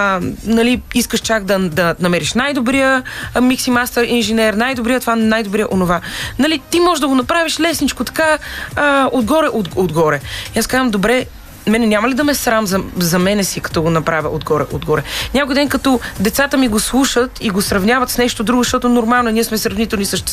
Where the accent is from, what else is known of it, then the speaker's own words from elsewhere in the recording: Sofia, Sofia City, Bulgaria; От София съм.